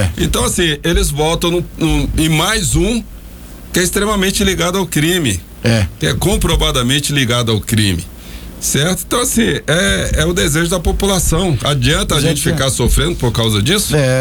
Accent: Rio de Janeiro, Brazil; moved away; Eu citei como exemplo o meu Rio de Janeiro, né? Pra quem não sabe, eu sou carioca.

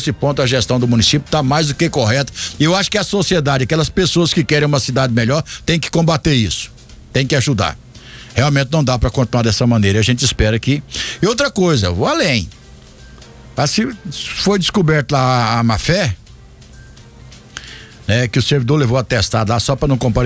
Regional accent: Brazil; e eu falo isso aqui porque eu sou brasileiro.

